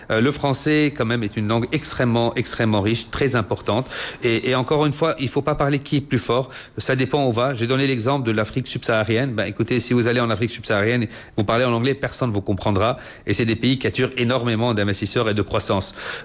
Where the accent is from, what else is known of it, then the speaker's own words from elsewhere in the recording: Lebanon; en tant que Libanais, être francophone est un grand atout, à côté de l'anglais et de l'arabe aussi.